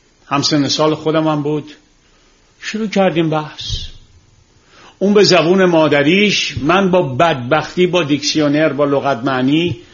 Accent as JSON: {"language": "Persian", "country": "Iran", "moved": "yes", "said": "وقتی که من از ایران اومدم بیرون در فرانسه در سال 1954 میشه 1333 شمسی"}